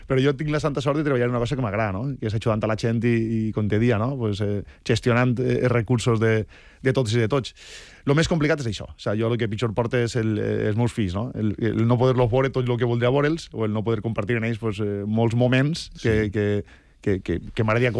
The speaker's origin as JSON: {"language": "Catalan", "town": "Gavarda", "region": "Valencian Community", "country": "Spain", "tie": "born or raised there", "said": "Jo crec que cada un som d'un esquem i jo vaig néixer en Gavarda. Jo crec que vaig tenir la sort, no?, de viure en el meu poble. I jo sóc un enamorat del meu poble, la veritat."}